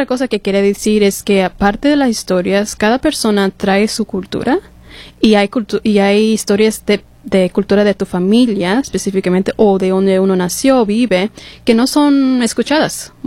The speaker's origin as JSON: {"language": "Spanish", "region": "Washington", "country": "United States", "tie": "born or raised there", "also_born_or_lived": "California", "second_language": "Spanish", "said": "Pero soy de Washington. Pero soy washingtonia."}